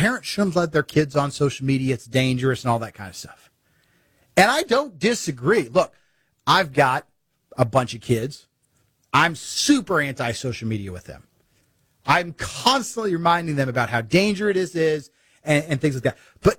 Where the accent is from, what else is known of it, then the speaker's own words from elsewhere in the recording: Missouri, United States; I'm from Missouri.